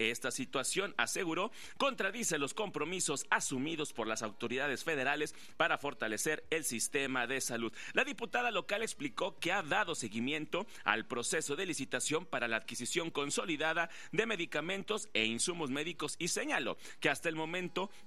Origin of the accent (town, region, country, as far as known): San Luis Potosí, Mexico